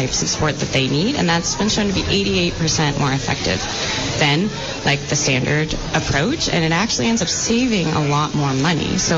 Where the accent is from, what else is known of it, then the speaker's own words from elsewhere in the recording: Vermont, United States; I think it's sort of coming from growing up in Vermont, a unique political ideology